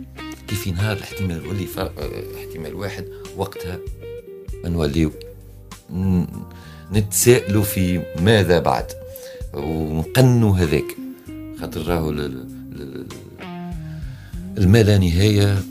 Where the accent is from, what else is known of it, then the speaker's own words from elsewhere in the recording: Tunisia; أنا مسرحي تونسي